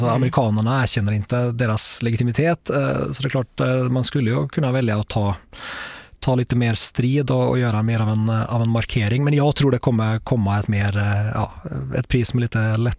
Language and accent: Swedish; Norway; När jag var ung i Norge så var det en jättegrej att de här världsstjärnorna kom till Oslo.